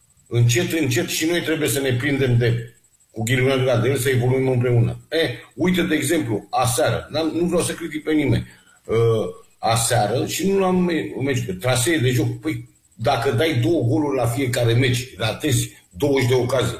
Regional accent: Romania; Noi suntem români și avem în ADN lucrul ăsta.

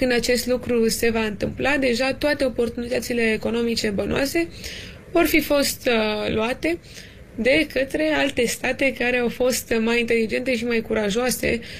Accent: Romania; noi, ca și români

